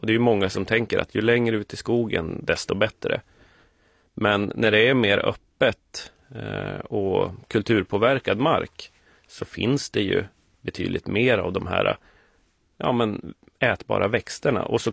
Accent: southern Lapland, Sweden; moved away as an adult; now in Stockholm, Sweden; jag som är uppvuxen i södra Lappland

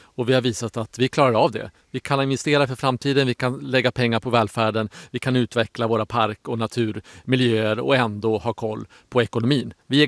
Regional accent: Uppsala, Uppsala County, Sweden; Vi är många Uppsalabor.

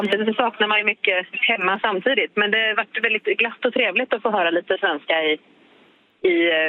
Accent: Sweden; moved away; Precis, och jag var också ensam svensk på den arbetsplatsen, så att vi pratade ju inte särskilt mycket svenska där.

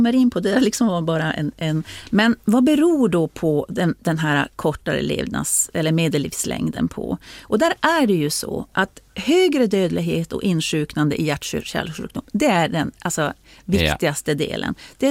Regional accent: Norrbotten County, Sweden; Och som norrbottning så är det ju en ganska sorglig läsning, måste man säga.

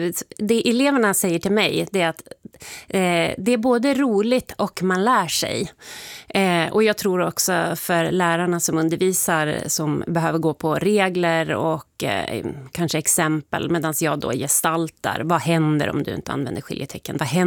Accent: Sundsvall, Västernorrland County, Sweden; under hela min uppväxt i Sundsvall.

